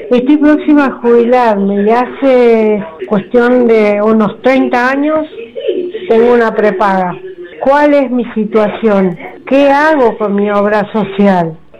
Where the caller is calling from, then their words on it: Boulogne, Buenos Aires Province, Argentina; de Boulogne.